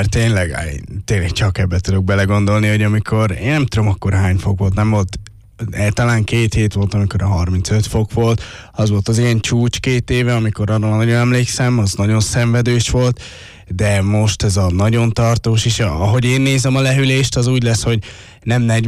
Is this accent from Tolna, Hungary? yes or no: yes; Paks, Tolna, Hungary; paksiak vagyunk, mindenki ismer mindenkit